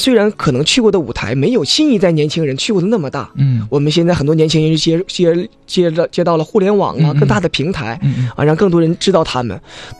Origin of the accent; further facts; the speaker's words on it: Liuhe, Jilin, China; 我回到我的家乡，也就是现在的吉林省柳河县。